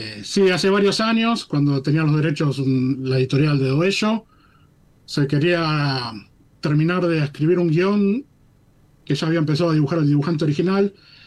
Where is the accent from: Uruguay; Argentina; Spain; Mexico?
Argentina; escribirla como un argentino.